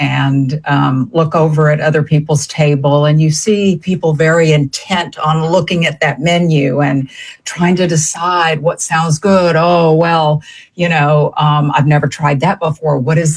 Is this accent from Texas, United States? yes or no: no; Savannah, Georgia, United States; growing up in the South, I grew up in Savannah, Georgia. I'm a Georgia girl.